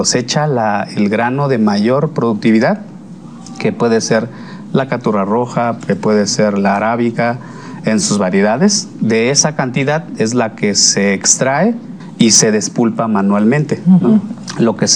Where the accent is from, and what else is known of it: Tanetze de Zaragoza, Oaxaca, Mexico